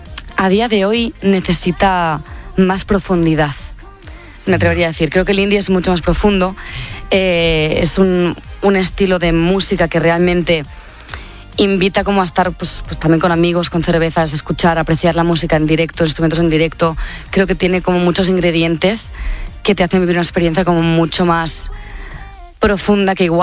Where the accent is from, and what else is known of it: Tiana, Catalonia, Spain